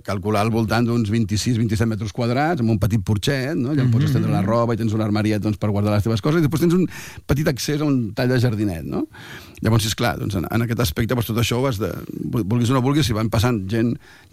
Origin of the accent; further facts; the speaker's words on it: Barcelona, Catalonia, Spain; jo que estic a Sant Joan de Déu amb la meva família aquí, els meus amics, perquè soc de Barcelona